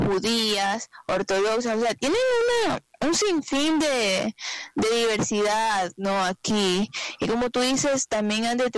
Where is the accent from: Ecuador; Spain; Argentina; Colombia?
Ecuador; todos somos ecuatorianos